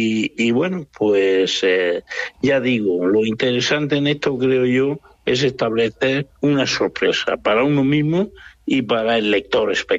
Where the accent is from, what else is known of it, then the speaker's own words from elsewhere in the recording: Aspe, Valencian Community, Spain; born there; Yo nací en Aspe, provincia de Alicante, ¿eh? Y es el interior de Alicante tirando al sur ya de la provincia.